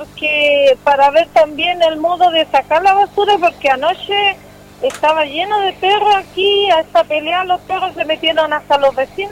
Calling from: Coronel, Biobío, Chile; Mire, de aquí de sector La Mora, Pucuro.

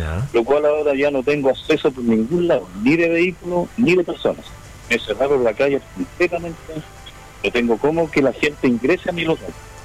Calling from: Chile; De aquí de Lagunilla, Avenida Escuadrón.

